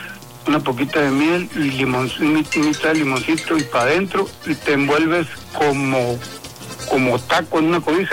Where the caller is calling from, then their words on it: Altar, Sonora, Mexico; Yo soy de Altar, Sonora, México